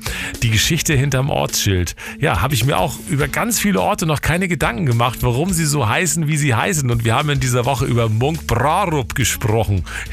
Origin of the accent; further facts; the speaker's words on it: Husum, Schleswig-Holstein, Germany; Schleswig-Holstein hat ja so viele Ortsnamen. Ich komme ja aus Husum.